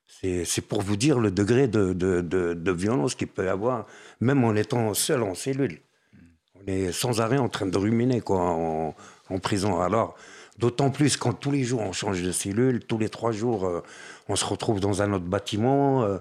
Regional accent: Paris, Île-de-France, France; moi en tant que Parisien

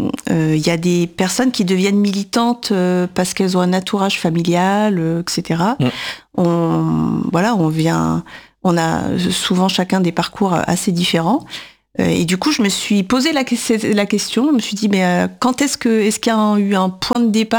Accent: Clermont-Ferrand, Auvergne-Rhône-Alpes, France; moved away; Moi, je suis de Clermont-Ferrand.

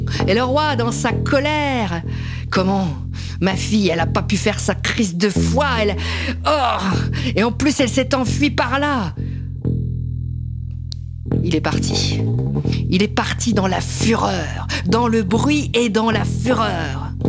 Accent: Kraków, Lesser Poland, Poland; moi, je viens de Cracovie.

